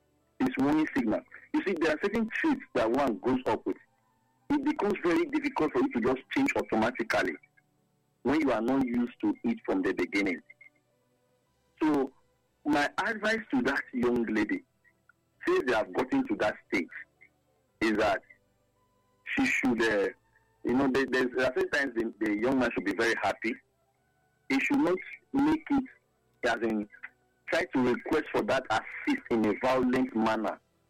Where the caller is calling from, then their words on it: Delta, Nigeria; I'm calling from Delta State.